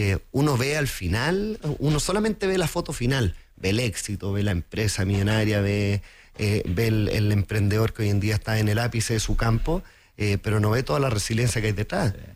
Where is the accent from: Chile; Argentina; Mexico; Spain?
Chile; Concepción, Biobío; moved away; Yo soy oriundo de Concepción, mi familia está radicada en Concepción